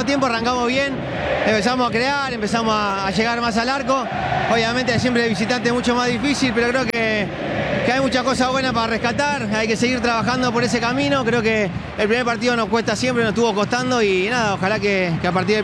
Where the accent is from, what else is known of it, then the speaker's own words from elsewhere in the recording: Argentina; como argentino me gustaría que siga.